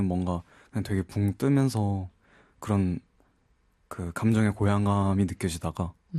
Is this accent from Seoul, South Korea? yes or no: no; Busan, South Korea; moved away; 부산에서 올라온 더 스카웃 우승자